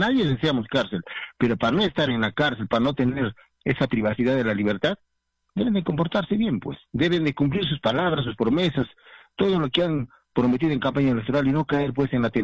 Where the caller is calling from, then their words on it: Juliaca, Puno, Peru; De Juliaca.